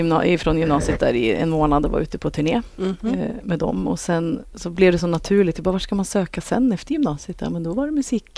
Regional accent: Värmland, Sweden; I Värmland där jag växte upp så fick jag nog... jag fick nys om att det fanns ett solband

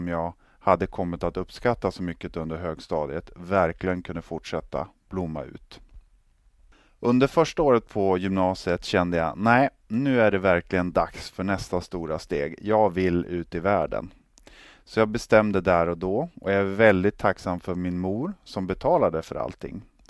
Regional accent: Tväråträsk, Västerbotten County, Sweden; där min trygghet fanns. När jag skulle börja gymnasiet så gör man det, och gjorde man det på den tiden primärt i Lycksele, som låg då väldigt många mil bort ifrån min uppväxtort och min by som heter Tväråträsk.

